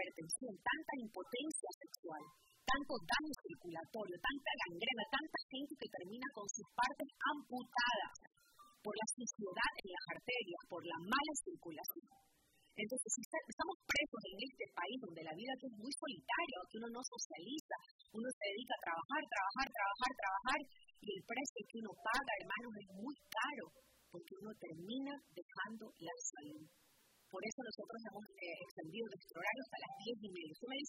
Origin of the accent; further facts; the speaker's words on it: Ecuador; moved away; Yo soy ecuatoriana, yo cuando voy a mi país